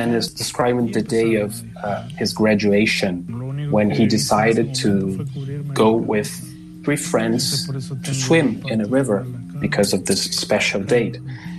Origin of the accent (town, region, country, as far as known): Brazil; born or raised there; English is a second language